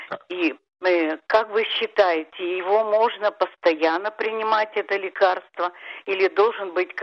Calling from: Beersheba, Southern District, Israel; Я звоню вам из Бершевы.

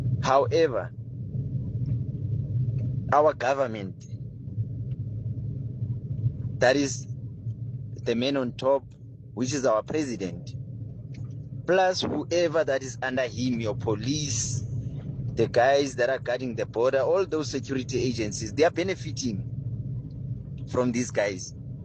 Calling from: South Africa; I support it 100% personally as a South African.

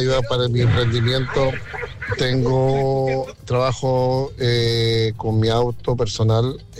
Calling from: Concepción, Biobío, Chile; Yo soy de Concepción.

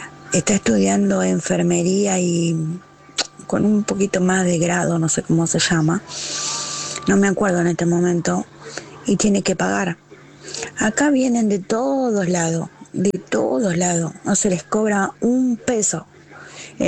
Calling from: San Cristóbal, Argentina

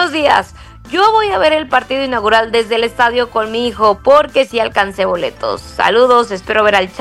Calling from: Nezahualcóyotl, State of Mexico, Mexico; de Ciudad Neza.

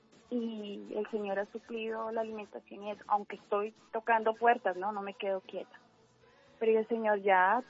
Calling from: Leticia, Amazonas, Colombia; Estoy llamando desde Leticia.

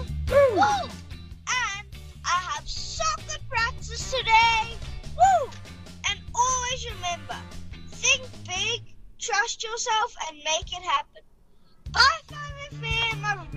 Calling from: Johannesburg, Gauteng, South Africa; Hi, this is … from Joburg.

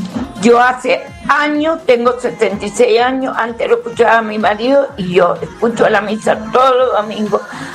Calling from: Maipú, Mendoza, Argentina; de Maipú, Mendoza.

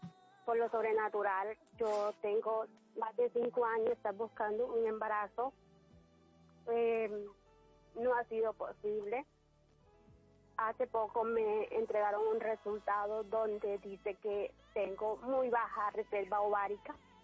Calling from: Sincelejo, Sucre, Colombia; Desde Cincelejo, Sucre.

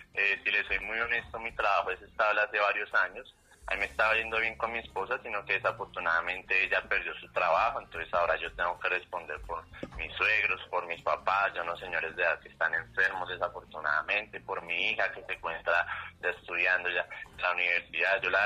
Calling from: Bogotá, Colombia; lo llamo desde Castilla, Bogotá

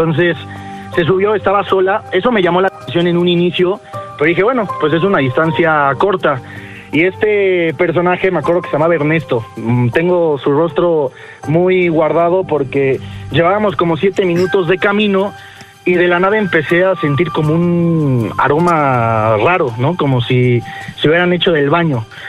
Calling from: Álvaro Obregón, Mexico City, Mexico; Desde el Álvaro Obregón, Diablito.

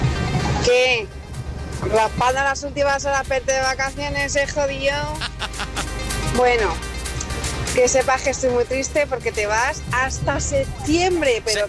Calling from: Madrid, Community of Madrid, Spain; de Madrid

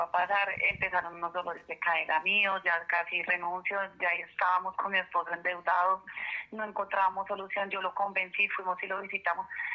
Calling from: La Palma, Cundinamarca, Colombia; De La Palma, Cundinamarca

